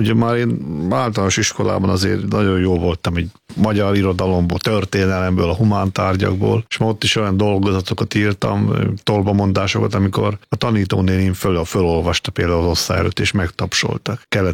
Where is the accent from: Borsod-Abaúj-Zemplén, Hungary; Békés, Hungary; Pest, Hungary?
Pest, Hungary; Túra; born or raised there